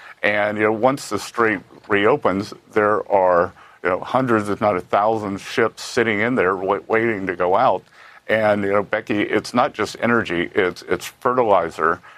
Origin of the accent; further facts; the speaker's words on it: Charleston, South Carolina, United States; my hometown, Charleston, South Carolina